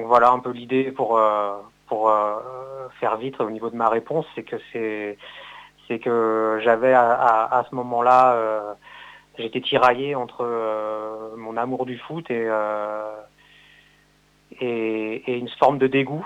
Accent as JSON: {"language": "French", "town": "Rennes", "region": "Brittany", "country": "France", "tie": "born or raised there"}